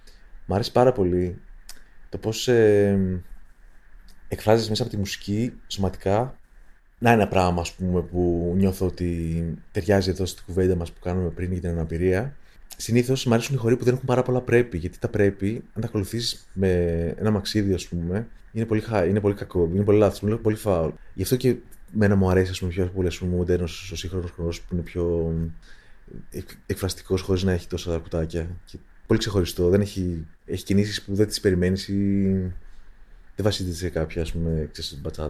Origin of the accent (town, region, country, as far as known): Thessaloniki, Central Macedonia, Greece